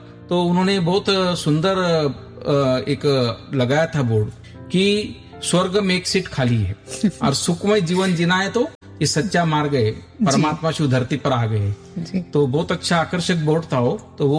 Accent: Bhadgaon, Maharashtra, India; moved away; Jalgaon district में भड़गांव तहसील में हमारा गांव है, तो वहां पर हम रहते थे।

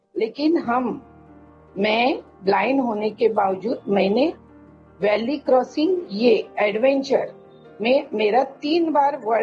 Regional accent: Sindhudurg district, Maharashtra, India; born or raised there

